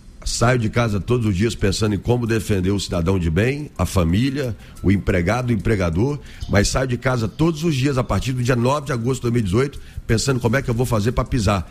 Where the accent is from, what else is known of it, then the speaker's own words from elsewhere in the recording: Rondônia, Brazil; Eu sou nascido em 1983 e chego em Rondônia em 1984.